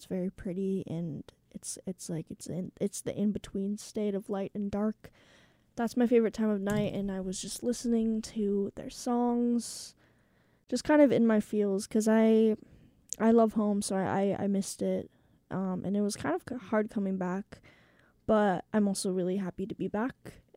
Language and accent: English; Minnesota, United States; moved away as an adult; now in Lake Forest, United States; I'm from Minnesota